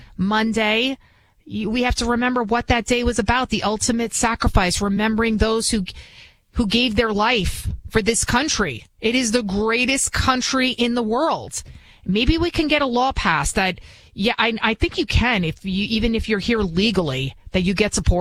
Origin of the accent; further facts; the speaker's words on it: United States; English is a second language; I'm first generation American. I didn't even speak English growing up